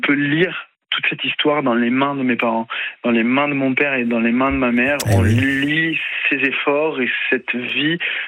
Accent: Morocco; Vous savez, quand on est marocain, en fait, ma mère, elle me dit que Dieu te protège. Parce qu'on est très croyants, on est musulmans, on est donc la religion fait partie vraiment de notre vie quotidienne.

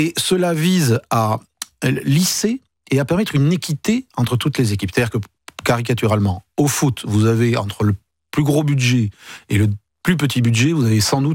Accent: Bayonne, Nouvelle-Aquitaine, France; Moi, je suis de Bayonne, je vois à Bayonne, c'est quasiment les fêtes de Bayonne chaque samedi

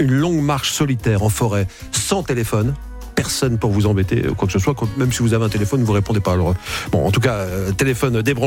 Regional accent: Nancy, Grand Est, France; Je connais bien parce que je suis de Nancy

